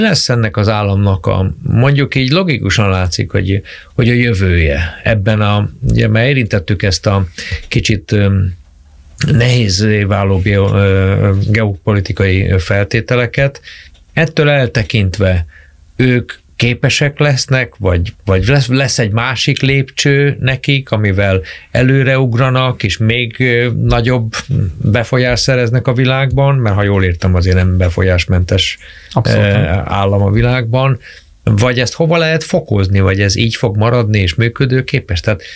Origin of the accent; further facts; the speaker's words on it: Hungary; Innen nézve, és ugye a mi szempontunkból, magyarként.